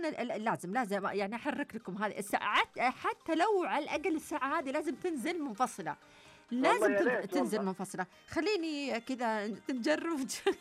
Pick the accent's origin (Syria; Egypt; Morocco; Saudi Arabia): Egypt; من مصر، تحياتي لطاقم البرنامج وأتمنى لكم التوفيق والنجاح، وتحيا المملكة العربية السعودية من جمهورية مصر العربية